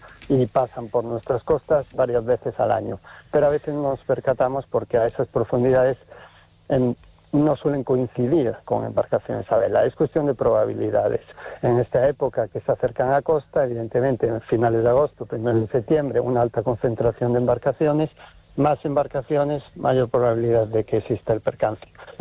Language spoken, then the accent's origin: Spanish; Galicia, Spain; Yo soy gallego y tomé la decisión de mudarlo para conocer también mejor la biodiversidad en nuestras aguas